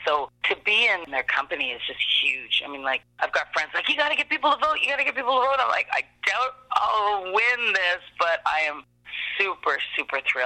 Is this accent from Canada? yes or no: yes; London, Ontario, Canada; moved away as an adult; now in Montreal, Canada; And that's why I don't have a lovely accent, unfortunately. But anyway, so my parents immigrated to London, Ontario, and I was raised there. And I moved to Montreal, geez, must have been over 30 years ago now. And yeah, Montreal's been my home. I love Quebec. It's been good to me. I settled here. I went to university here.